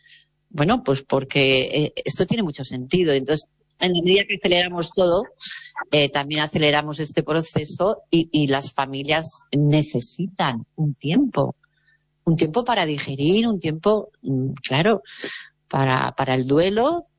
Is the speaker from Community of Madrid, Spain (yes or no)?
yes; Madrid, Community of Madrid, Spain; moved away as an adult; now in Galicia, Spain; yo soy madrileña, pero llevo aquí 16 años, que aquí en Galicia